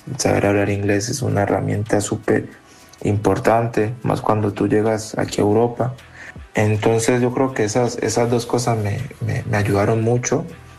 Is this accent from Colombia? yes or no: yes; Colombia; moved away as an adult; now in Russia; nosotros como colombianos